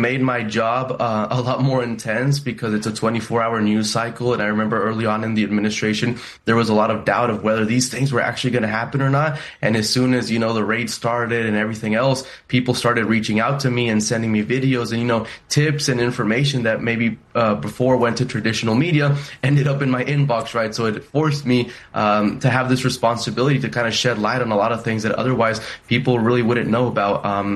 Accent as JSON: {"language": "English", "town": "College Station", "region": "Texas", "country": "United States", "tie": "born or raised there", "said": "I grew up in College Station, Texas, a very unique place because, you know, you have Texas A&M University. It's very globalized. There's a lot of different components. College Station is a pretty conservative place."}